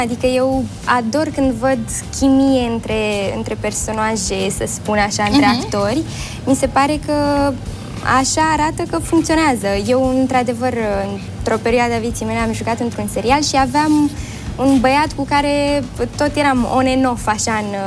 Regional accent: Iași, Iași County, Romania; now in Bucharest, Romania; Noi am fost la început, eu eram din Iași și el stătea în București și am avut o relație la distanță

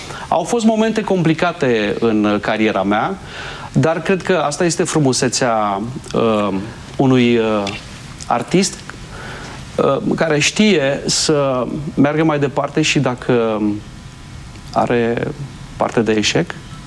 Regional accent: Baia Mare, Maramureș County, Romania; moved away as an adult; also born or lived in Sălaj; now in Bucharest, Romania; M-am născut în Sălaj, am copilărit în Maramureș, în Baia Mare, și la 18 ani m-am mutat în București.

